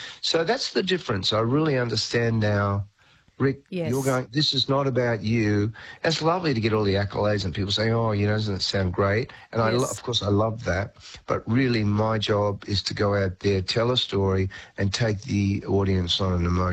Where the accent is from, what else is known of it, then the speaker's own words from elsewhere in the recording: Australia; I tell a lot of stories about my sort of history growing up in Australia and all of that.